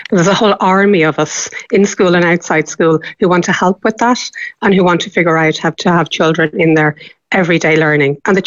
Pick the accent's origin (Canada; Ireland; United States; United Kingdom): Ireland; I think as Irish people, we really value education.